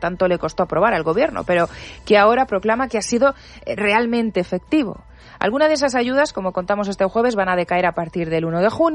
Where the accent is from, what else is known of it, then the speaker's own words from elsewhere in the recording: Los Hinojosos, Castilla-La Mancha, Spain; y mi comunidad, Castilla-La Mancha, y en mi pueblo, en Los Hinojosos, Cuenca, también lo festejamos